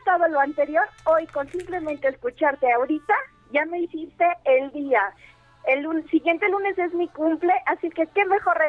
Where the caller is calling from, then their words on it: Mexico City, Mexico; De Azcapotzalco.